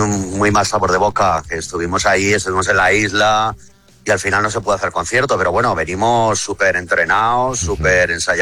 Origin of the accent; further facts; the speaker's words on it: Benetússer, Valencian Community, Spain; ahí en mi pueblo, en Benetúser